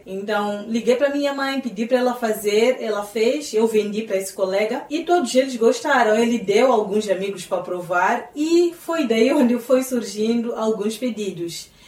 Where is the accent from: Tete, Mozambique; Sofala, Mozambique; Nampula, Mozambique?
Tete, Mozambique; Songo; nasceu na Vila de Songo, em Caurabaça. Eu passei toda a minha infância no Songo e adolescência. Eu vim para estudar, fiz a universidade aqui e acabei arranjando um trabalho aqui e moro aqui já desde 2010, permanentemente.